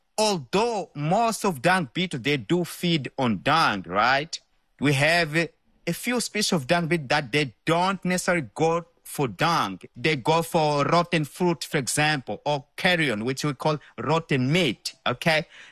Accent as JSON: {"language": "English", "town": "Beira", "region": "Sofala", "country": "Mozambique", "tie": "born or raised there", "said": "We grew up together in Beira."}